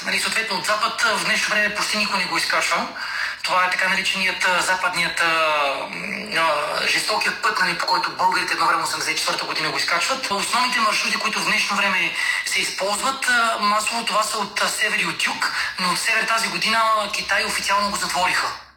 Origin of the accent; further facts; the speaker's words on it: Razlog, Blagoevgrad Province, Bulgaria; родният ми град, град Разлог.